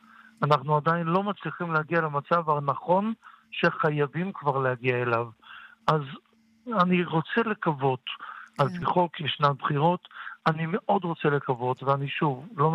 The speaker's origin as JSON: {"language": "Hebrew", "town": "Tel Aviv", "region": "Tel Aviv District", "country": "Israel", "tie": "born or raised there", "said": "אני יליד תל אביב"}